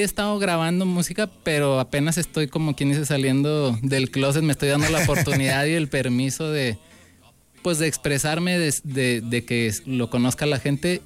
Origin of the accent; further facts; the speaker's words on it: Saltillo, Coahuila, Mexico; also born or lived in Monclova / Monterrey; Nací en Monclova, mi papá es de aquí de Saltillo, mi mamá es de Monclova.